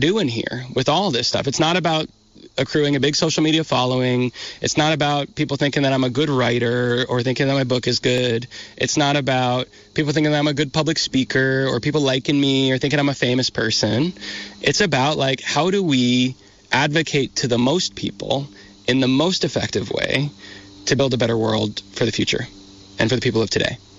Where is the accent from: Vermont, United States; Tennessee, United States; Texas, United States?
Vermont, United States; I'm from Vermont